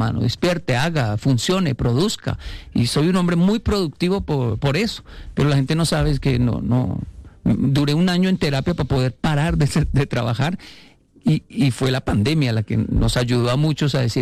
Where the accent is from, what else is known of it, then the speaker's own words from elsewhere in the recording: Colombia; me da envidia como colombiano